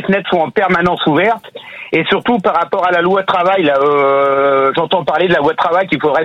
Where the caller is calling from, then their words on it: Bayeux, Normandy, France; Je suis à Bayeux.